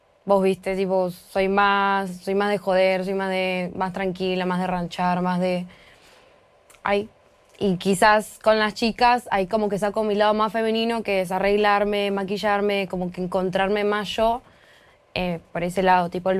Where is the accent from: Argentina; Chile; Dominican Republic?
Argentina; Buenos Aires; Yo, de Mataderos.